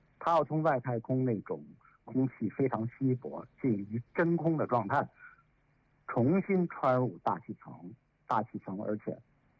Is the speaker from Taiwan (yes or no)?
no; China; 那我们中国人尝试了第三种技术路径，